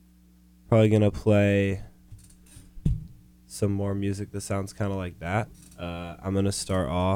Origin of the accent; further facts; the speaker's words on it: Seattle, Washington, United States; my hometown of Seattle.